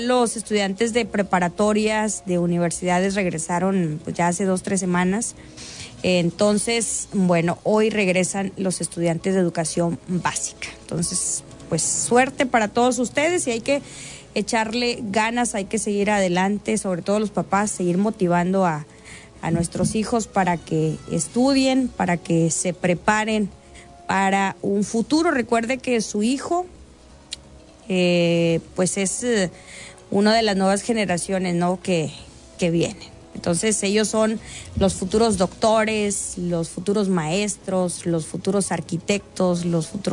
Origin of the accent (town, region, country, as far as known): Mexico